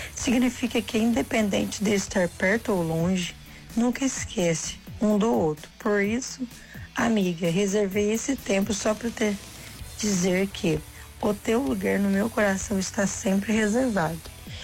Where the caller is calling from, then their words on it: Três Pontas, Minas Gerais, Brazil; de Três Pontas.